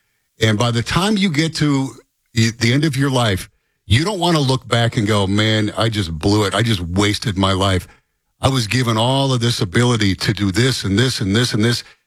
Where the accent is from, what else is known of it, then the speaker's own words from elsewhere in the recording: Rust Belt, United States; And I grew up in the Rust Belt blue-collar mentality.